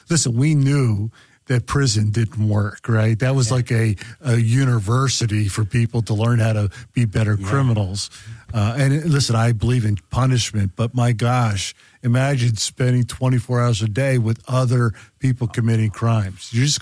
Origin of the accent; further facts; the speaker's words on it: Satterton, Pennsylvania, United States; Yeah, I grew up in a very small town in Montgomery County called Satterton, Pennsylvania.